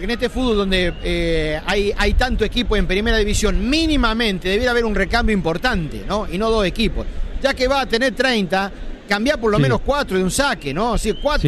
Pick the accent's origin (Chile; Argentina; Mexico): Argentina; Reducción, Córdoba; yo soy natural de Realejo.